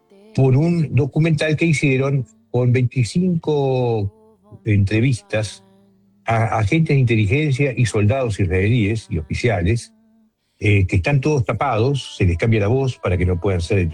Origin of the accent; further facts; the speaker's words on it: Argentina; que soy paisano y que de alguna manera yo soy un argentino